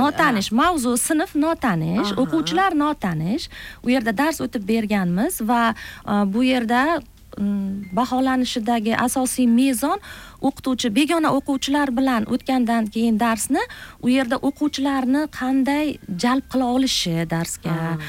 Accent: Bukhara, Bukhara Region, Uzbekistan; now in Tashkent Region, Uzbekistan; Masalan, men o'zim ham Toshkent viloyatida faoliyat yuritaman. O'zim asli buxorolikman. Bu yerga yaqinda kelganmiz. 5 yil bo'lgan.

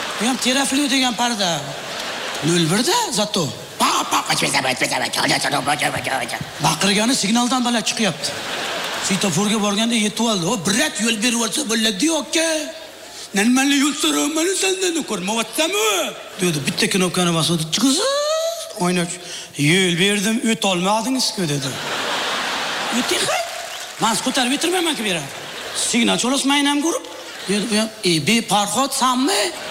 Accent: Chiroqchi, Qashqadaryo Region, Uzbekistan; Qashqadaryodanmisiz ham, Chiroqchidanman aka dedim.

